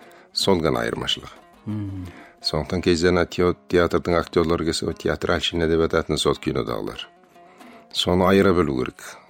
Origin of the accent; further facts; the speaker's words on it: East Kazakhstan Region, Kazakhstan; Бала күнімізден естіп өстік Асанғайғының аңыздарын, Асанғайғы сүйдеген екен, Асанғайғы бүйдің. Соны біздің Тарбағатайда ат қойып кеткен жерлері бар Асанғайғының.